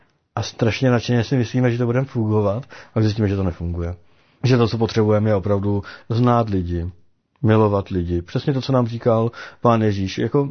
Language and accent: Czech; Bruntál, Moravian-Silesian Region, Czechia; když ke mně přijde můj člen z Bruntálu a mluví se mnou, jak bych tak u nás na Bruntálsku řekli, na férovku, bez obalu